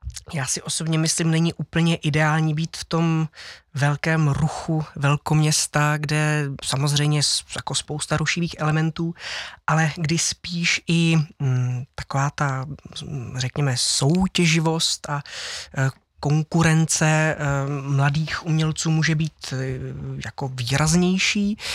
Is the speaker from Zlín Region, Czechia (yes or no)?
yes; Kroměříž, Zlín Region, Czechia; No já se vracím do Kroměříže, tak je to můj domov, je to, kam mě srdce úplně nejvíc táhne